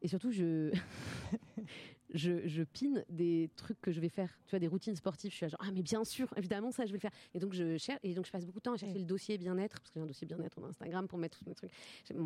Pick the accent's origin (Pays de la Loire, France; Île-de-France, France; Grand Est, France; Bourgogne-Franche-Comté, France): Bourgogne-Franche-Comté, France; Dijon; born there; Je suis née à Dijon.